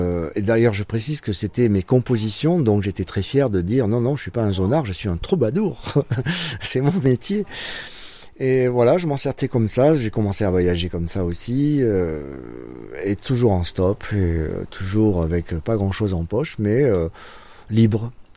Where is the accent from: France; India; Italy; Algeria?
France; Fontvieille, Provence-Alpes-Côte d'Azur; also born or lived in Arles; Alors moi, je suis né à Arles. J'ai grandi à 10 km d'Arles, dans un petit village, le village d'Alphonse Daudet, en face de la rue de la chèvre de Monsieur Seguin. C'était Fontvieille, en fait.